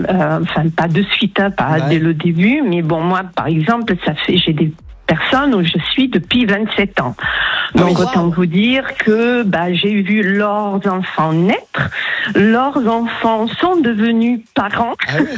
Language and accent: French; Toulouse, Occitanie, France; Alors je suis de Toulouse, au soleil.